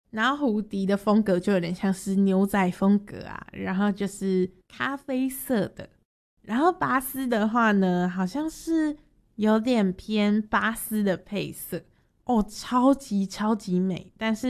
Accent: Taiwan; 司机得知我们是从台湾来的

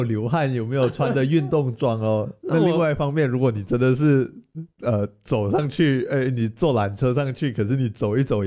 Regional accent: Penang, Malaysia; 我们槟城人呢就还蛮喜欢去爬这座升旗山的。

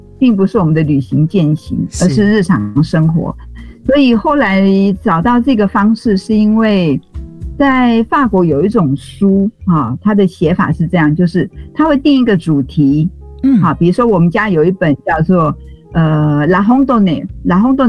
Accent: Taiwan; first language Taiwanese Hokkien; Chinese is a second language; moved away as an adult; now in France; 对我的母语台语还有我先生的母语法语啊，

